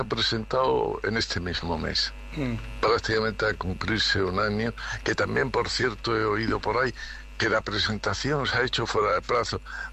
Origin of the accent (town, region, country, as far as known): Spain